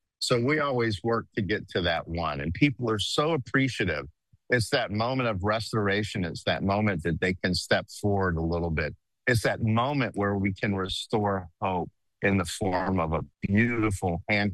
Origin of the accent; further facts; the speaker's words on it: New Orleans, Louisiana, United States; moved away; New Orleans was my hometown. It's where I came up in the restaurant industry, Cajun roots.